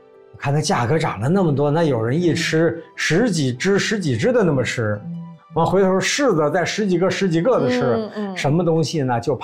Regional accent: China; 这个贴秋膘呢，我们中国人特别喜欢找各种理由吃。

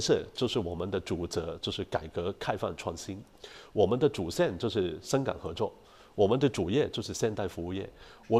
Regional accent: Hong Kong; now in Shenzhen, China; 我来前海之前，作为一个港人，很多时候是从香港的视角去看问题

